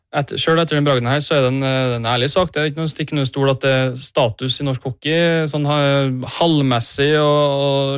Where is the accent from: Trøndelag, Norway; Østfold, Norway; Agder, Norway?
Trøndelag, Norway; Malvik; Jeg vokste opp på Malvik, og nærmest ishall for meg var jo da Leangen